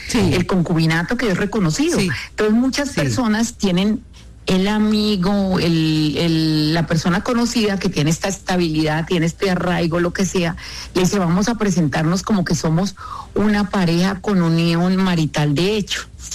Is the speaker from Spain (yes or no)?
no; Colombia; now in United States; yo soy colombiana de raca, sí, mandraca, a mí todo tiene que ver en Colombia, con Colombia y para Colombia y por Colombia.